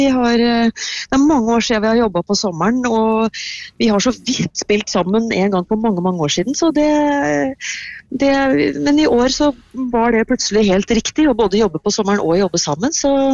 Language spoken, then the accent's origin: Norwegian; Østfold, Norway